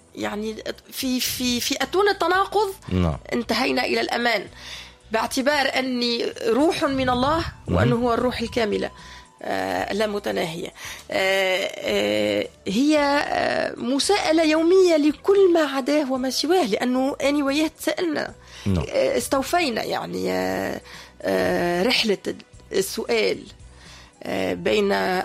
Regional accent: Tunisia; كانوا يقولوا هذه فلسطينية في تونس، مش كانوا ما كانوش يتصوروا لأني تونسية

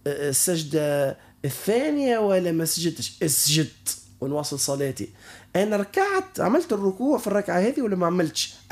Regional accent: Tunisia; لها وهنيئا لنا كتونسيين.

